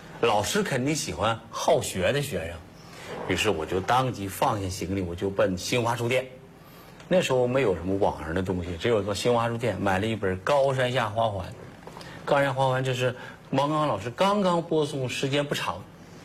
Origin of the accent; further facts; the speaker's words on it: Harbin, Heilongjiang, China; also born or lived in Sheyang; 因为我是生在射阳，长在东北，我是在哈尔滨长大的。这个当时呢，我父亲在部队